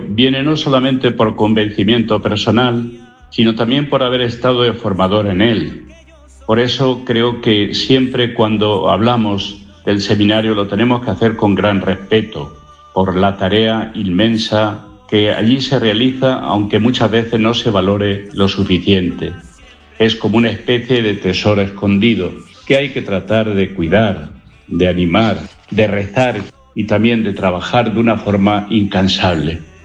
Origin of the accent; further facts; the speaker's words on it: Hinojosas de Calatrava, Castilla-La Mancha, Spain; also born or lived in Ciudad Real; now in Villarrubia de los Ojos, Spain; nací en Ciudad Real, aunque he vivido siempre en Hinojosas de Calatrava.